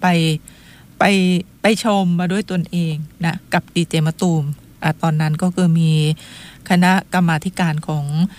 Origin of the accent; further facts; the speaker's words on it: Phang Nga, Thailand; ดิฉันในฐานะที่เป็นคนพังงา